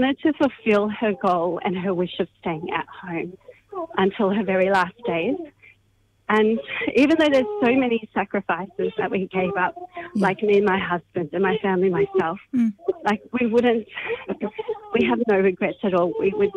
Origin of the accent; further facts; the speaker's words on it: Cambodia; moved away; I come from Cambodia